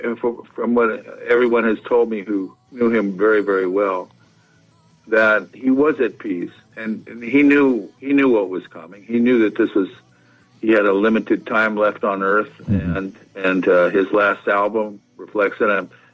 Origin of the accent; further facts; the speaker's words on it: Southern United States, United States; and I came from the South and in a very segregated community, and I didn't like it.